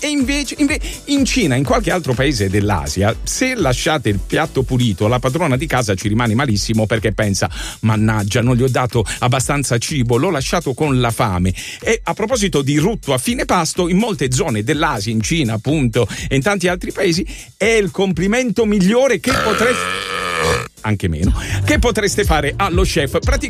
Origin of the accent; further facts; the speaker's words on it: Apulia, Italy; dalle nostre parti, in Italia, in Puglia